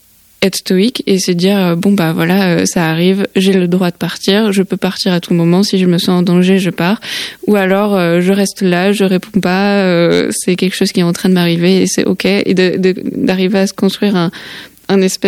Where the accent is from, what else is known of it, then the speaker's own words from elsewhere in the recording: Landes, Nouvelle-Aquitaine, France; Je suis originaire des Landes. J'habite dans les Landes. J'ai 24 ans, presque 25.